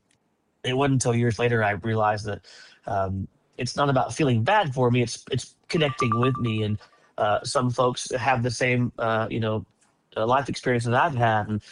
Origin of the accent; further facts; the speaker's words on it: Leander, Texas, United States; I grew up in Leander, just, you know, east of you guys, so not far from y'all, and went to Leander High School just like my parents did